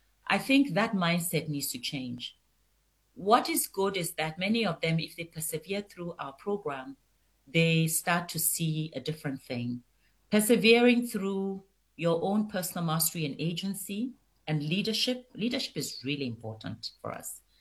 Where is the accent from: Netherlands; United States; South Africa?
South Africa; as a South African woman in business, if you are not succeeding, I don't know where, if you are not succeeding in South Africa, I don't know where else you'll do better.